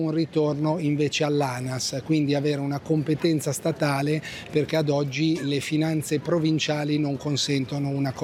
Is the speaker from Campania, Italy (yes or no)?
no; Levanto, Liguria, Italy; Certo, allora io sono nato a Levanto 60 anni fa, sono cresciuto qui, ho studiato, fatto le superiori, poi la laurea in giurisprudenza